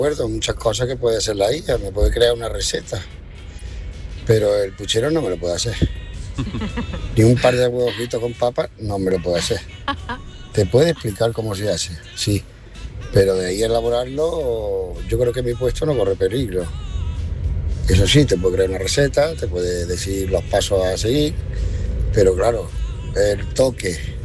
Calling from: Málaga, Andalusia, Spain; de Málaga, oyente habitual.

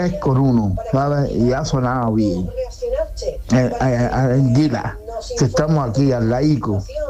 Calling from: Ogíjares, Andalusia, Spain; soy de aquí, de Loma Linda, Ojíjare, donde están los terremotos.

